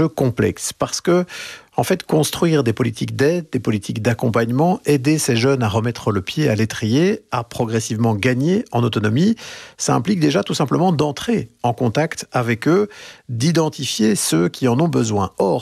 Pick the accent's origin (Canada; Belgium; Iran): Belgium; chez nous en Belgique